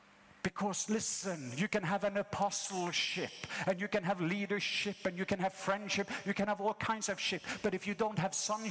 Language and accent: English; Norway; moved away; So when I grew up in Norway as a child, I was always afraid of dogs.